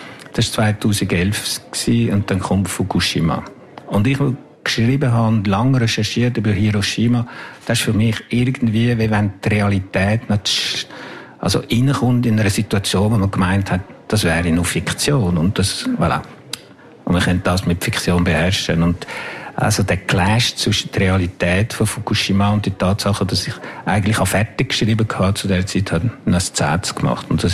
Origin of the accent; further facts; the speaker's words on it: Switzerland; ich bin nicht stolz, dass ich Schweizer bin. Ich habe ja nichts gemacht, dass ich Schweizer bin.